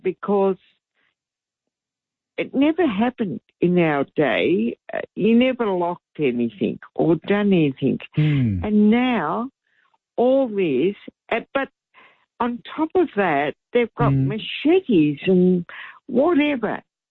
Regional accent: Deniliquin, New South Wales, Australia; Now, I grew up in Deniliquin. I had my first home at 19-year-old, Finley Road, Deniliquin

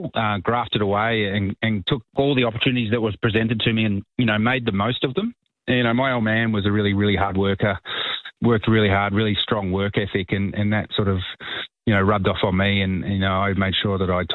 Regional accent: Perth, Western Australia, Australia; born or raised there

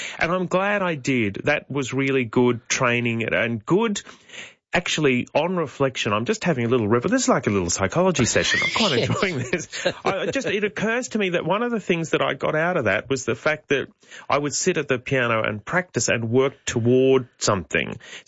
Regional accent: Newcastle, New South Wales, Australia; also born or lived in Sydney; now in Melbourne, Australia; because I grew up in New South Wales, the one I'm associated with is the New South Wales School Spectacular

